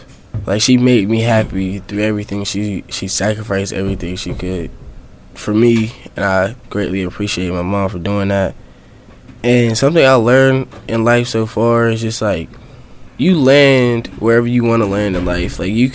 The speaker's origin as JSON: {"language": "English", "town": "Pittsburgh", "region": "Pennsylvania", "country": "United States", "tie": "born there", "said": "I was born in Pittsburgh, PA."}